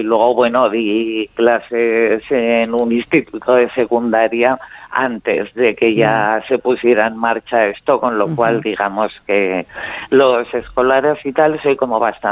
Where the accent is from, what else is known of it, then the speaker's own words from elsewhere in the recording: Sariñena, Aragon, Spain; Y nada, soy de aquí de Sariñena, con que estupenda.